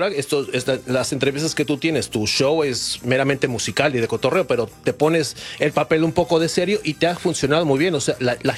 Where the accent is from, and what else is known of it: Orizaba, Veracruz, Mexico